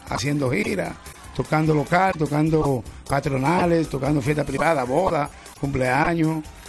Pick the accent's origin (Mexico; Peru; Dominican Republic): Dominican Republic; also born or lived in United States; En el año 2000 me voy a República Dominicana, a mi tierra, después de residir en los Estados Unidos.